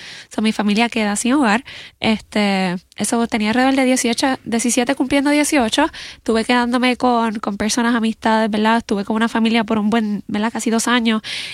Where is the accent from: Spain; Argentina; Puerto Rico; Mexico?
Puerto Rico; Naguabo; Yo soy de Naguabo.